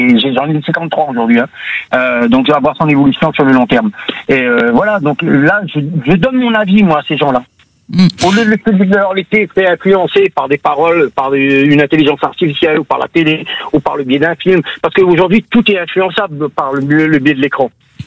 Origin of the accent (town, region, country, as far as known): Réunion, France; now in Canet-en-Roussillon, France